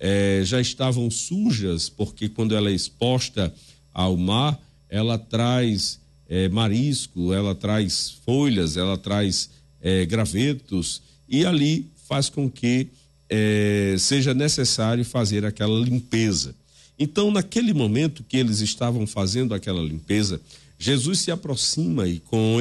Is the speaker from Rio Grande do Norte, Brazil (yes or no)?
yes; Macau, Rio Grande do Norte, Brazil; Eu sou natural de uma cidade onde havia ou onde há pescadores. Eu sou da cidade de Macau